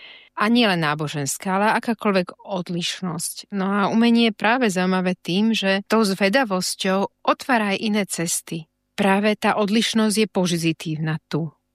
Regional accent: Bratislava, Bratislava Region, Slovakia; born there; No, narodila som sa v Bratislave. Aj moji rodičia pochádzajú z Bratislavy.

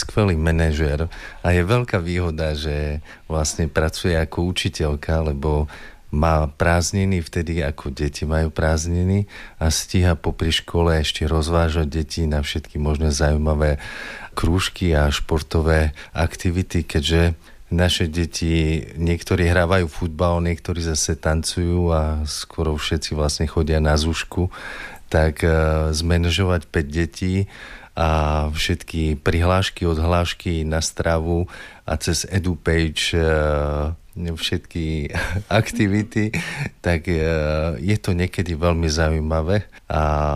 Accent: Kľušov, Prešov Region, Slovakia; moved away as an adult; now in Osečovce, Slovakia; ja som rodák z krásneho Šariša a prišiel som po vysokej škole pracovať do Osečoviec.

